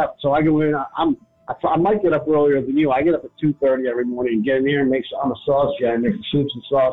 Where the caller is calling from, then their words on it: Media, Pennsylvania, United States; I'm in Media, Pennsylvania.